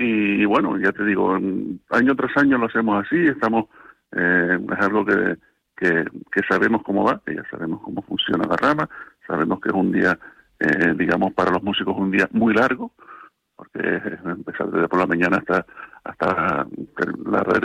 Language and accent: Spanish; Agaete, Canary Islands, Spain; born or raised there